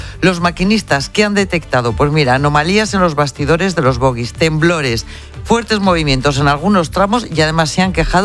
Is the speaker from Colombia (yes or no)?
no; Spain; en la que también somos los españoles accionistas